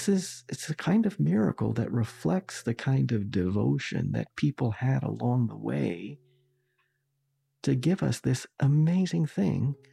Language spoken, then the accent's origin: English; Alberta, Canada; I grew up in Southern Alberta, and so the Rockies were my Western horizon, and it could be very windy